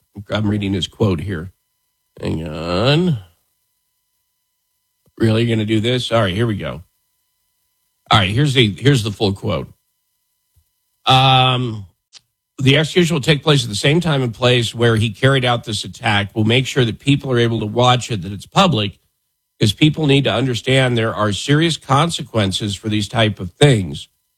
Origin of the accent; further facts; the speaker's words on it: Buffalo, Wyoming, United States; moved away; where I grew up in Wyoming.